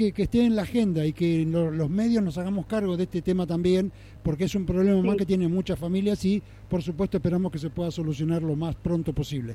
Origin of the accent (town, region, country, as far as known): Tierra del Fuego, Argentina